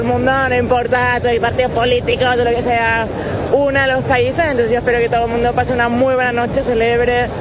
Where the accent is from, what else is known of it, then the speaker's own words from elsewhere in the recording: Canary Islands, Spain; Yo soy de Canarias.